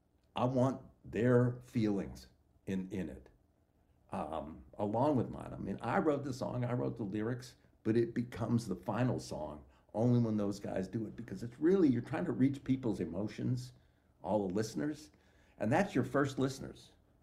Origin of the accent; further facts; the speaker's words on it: Ligonier, Pennsylvania, United States; I grew up in Appalachia. I was in Pennsylvania, but I was, we had a farm and then also spent a lot of time living in the Ligonier in a mountain area.